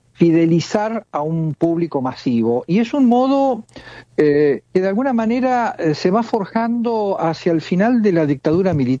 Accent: La Plata, Buenos Aires Province, Argentina; Y quienes somos platenses, y como te decía al principio de la nota, los escuchamos desde el comienzo, recordamos esos encuentros en el Teatro Lozano, acá

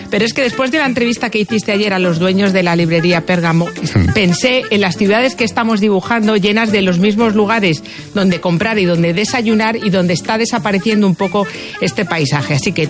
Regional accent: Andorra

